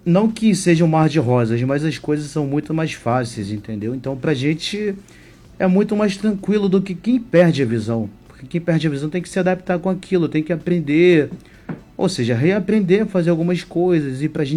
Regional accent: Campos dos Goytacazes, Rio de Janeiro, Brazil; moved away as an adult; Eu sou de Campos dos Goytacazes

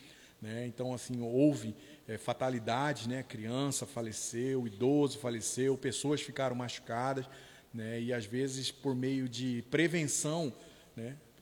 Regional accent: Corumbá, Mato Grosso do Sul, Brazil; now in Cabo Frio, Brazil; sou da cidade de Corumbá, Mato Grosso do Sul, nascido e criado lá no Pantanal Mato Grossense.

